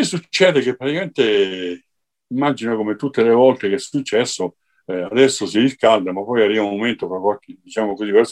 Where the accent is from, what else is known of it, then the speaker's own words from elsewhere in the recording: Chile; Italian is a second language; sì, certo, è un mio paese